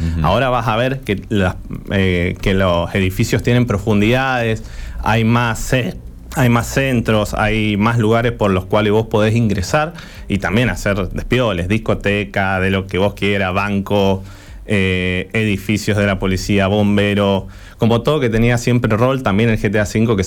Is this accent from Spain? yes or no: no; Argentina; En todo lo que hacemos somos apasionados los argentinos